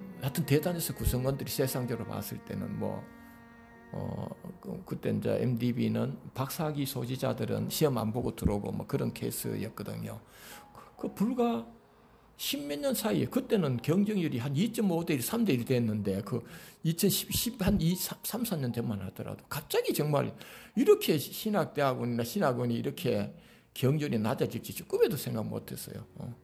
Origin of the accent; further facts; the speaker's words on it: Gyeongju, North Gyeongsang, South Korea; 요 경주시 강동면, 이제 고등학교 졸업하고는 공무원 생활했고